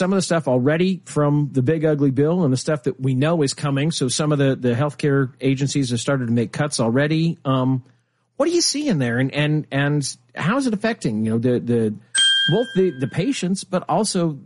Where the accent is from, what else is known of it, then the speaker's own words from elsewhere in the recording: Nebraska, United States; now in Washington, United States; I'm originally from Nebraska. I live in the DC area now.